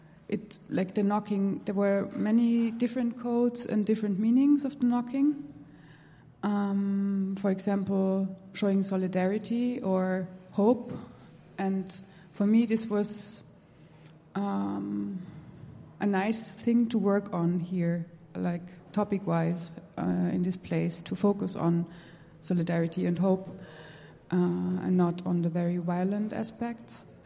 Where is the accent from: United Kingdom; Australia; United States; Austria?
Austria; Vienna; I'm from Vienna.